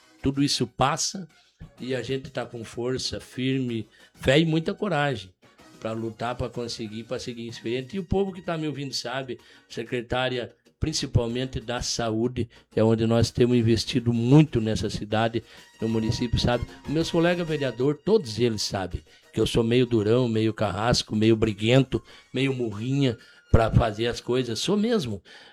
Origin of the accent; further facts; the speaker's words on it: Brazil; filho do seu Ari, da dona Filhinha, né, que me criei na Morada do Sol. O município é pequeno.